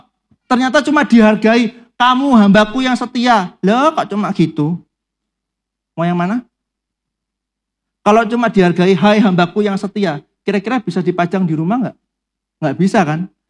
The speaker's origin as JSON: {"language": "Indonesian", "region": "Java", "country": "Indonesia", "accent": "medok", "said": "pernah kuliah di sebuah kampus swasta di Surabaya, jurusan sastra Inggris. Tapi jangan tanya Inggris ke saya, karena medok saudara, gak enak."}